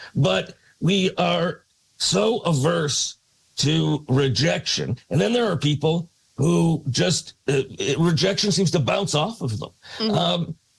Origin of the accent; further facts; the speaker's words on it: Canada; You know, I'm Canadian.